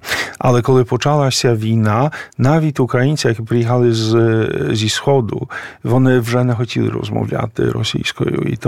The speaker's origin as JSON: {"language": "Ukrainian", "country": "Poland", "said": "але я поляк, вони були поляки, римокатолики, тобто в мене немає жодної ідентичності української, я просто поляк, який живе тут у Варшаві"}